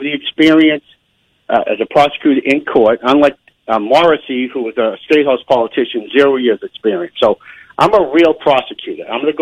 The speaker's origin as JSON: {"language": "English", "town": "Boston", "region": "Massachusetts", "country": "United States", "said": "I'm from Boston originally, and I went to Capitol Hill High School, Stonehill College, and I'm one of nine kids, and we have a lot of family in the community"}